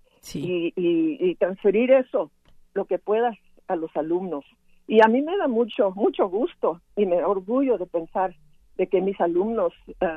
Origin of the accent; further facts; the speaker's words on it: Raleigh, North Carolina, United States; porque español era mi primer idioma allá en Raleigh